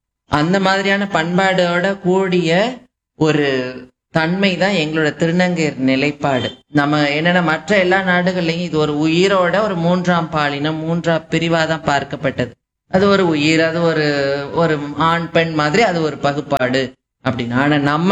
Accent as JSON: {"language": "Tamil", "town": "Madurai", "region": "Tamil Nadu", "country": "India", "tie": "born or raised there", "said": "நாங்க பிறந்தது மதுரையில."}